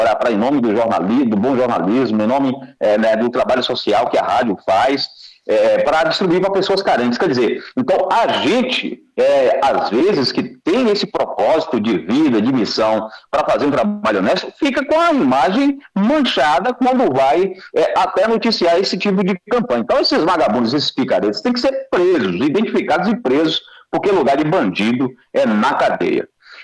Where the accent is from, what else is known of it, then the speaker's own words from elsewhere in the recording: Camamu, Bahia, Brazil; also born or lived in Valença; Eu que sou da região do Baixo Sul, já trabalhei, atuei em rádio ali na região durante muito tempo, sou de Camamu, Valença ali, onde a gente também tem família, tem filho, residência, a gente conhece a realidade